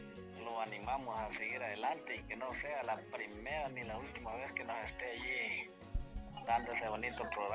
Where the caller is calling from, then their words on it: San Luis, Petén, Guatemala; De aquí de Caín San Luis Petén.